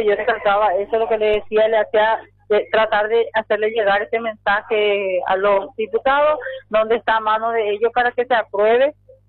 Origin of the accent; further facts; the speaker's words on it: Paraguay; born there; yo nací en Tengo San Miguel, tengo mi familia y tengo mis padres ahí